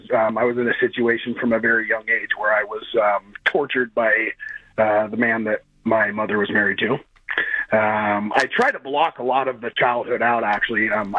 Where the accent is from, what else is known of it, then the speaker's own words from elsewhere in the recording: Oregon, United States; I grew up in Oregon.